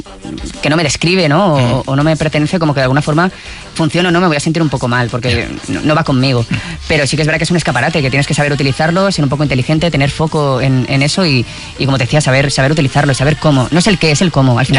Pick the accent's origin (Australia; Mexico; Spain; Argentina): Spain; Valencian Community; Bueno, estoy intentando aprender a hacer paella ya, como buen valenciano